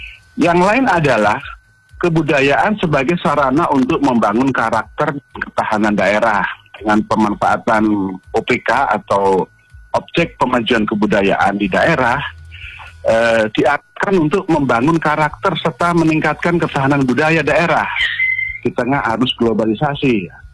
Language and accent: Indonesian; Gorontalo, Indonesia; Jadi kita warga Gorontalo tengah menghadapi kekeringan.